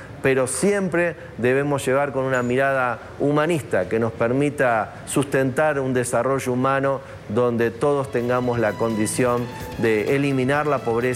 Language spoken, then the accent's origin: Spanish; Argentina